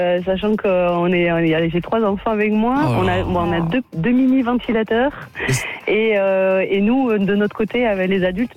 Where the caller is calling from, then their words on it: Nouvelle-Aquitaine, France; J'habite à Montmasse, à côté de Pau.